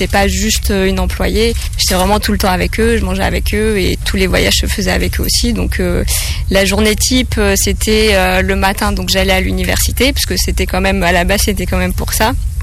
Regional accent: Montpellier, Occitanie, France; moved away as an adult; also born or lived in United States; Donc je suis de Montpellier à la base, mais c'est vrai que voilà, je me voyais pas rester à Montpellier. Et après donc mon diplôme, après mon bac, j'ai décidé de partir aux États-Unis.

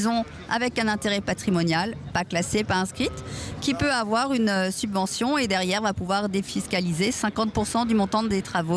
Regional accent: Grand Est, France; parce que moi, je viens tout en haut du Bas-Rhin, et j'ai vraiment grand plaisir à venir ici.

